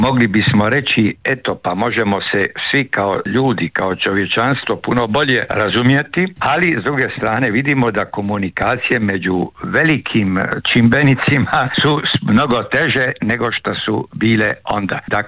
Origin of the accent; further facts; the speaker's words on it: Croatia; now in Split, Croatia; sad ne govorim mi kao Hrvati ili ovdje sad u Splitu